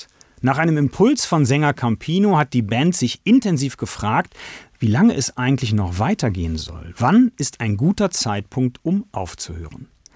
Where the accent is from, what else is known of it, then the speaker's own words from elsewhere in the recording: Düsseldorf, North Rhine-Westphalia, Germany; also born or lived in Cologne; Ich bin Düsseldorfer und liebe meine Heimat.